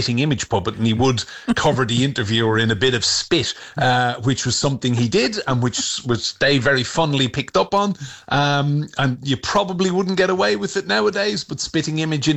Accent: Ireland; now in United Kingdom; as a kid growing up in Ireland

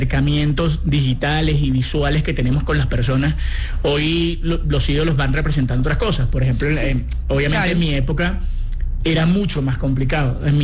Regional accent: Venezuela; born there; yo soy venezolano, yo nací detrás de un estadio de fútbol

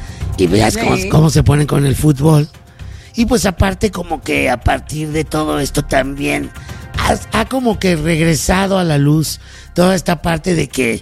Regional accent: Mexico; porque sabemos que acá en México los más haters somos los mexicanos. Esa es la verdad.

